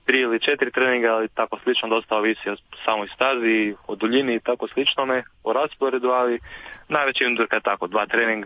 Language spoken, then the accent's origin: Croatian; Croatia; kod nas u Hrvatskoj